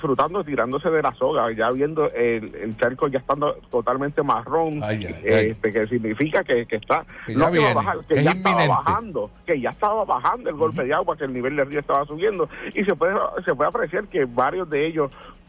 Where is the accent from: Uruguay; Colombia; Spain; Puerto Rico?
Puerto Rico; como puertorriqueños que vivimos en esta isla tropical